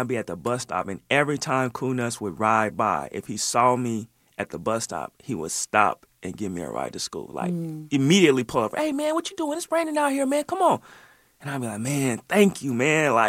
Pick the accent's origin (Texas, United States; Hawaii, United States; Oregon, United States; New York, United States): Oregon, United States; Portland; He's like, yeah, man, you from Portland? I'm like, yeah, I'm from Portland, man.